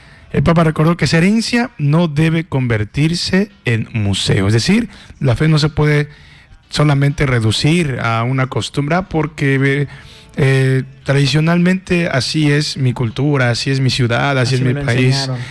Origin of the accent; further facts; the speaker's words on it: Mexico; somos mexicanos